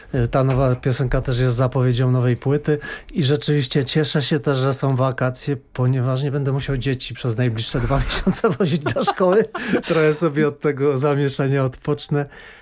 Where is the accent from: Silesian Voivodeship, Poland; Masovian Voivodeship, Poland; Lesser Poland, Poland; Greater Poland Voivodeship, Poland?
Lesser Poland, Poland; accent: góral (highlander); ja jestem góralem, że tam wyrosłem, że tam się wychowałem, że jestem przesiąknięty i gwarą, i tradycją, i góralską muzyką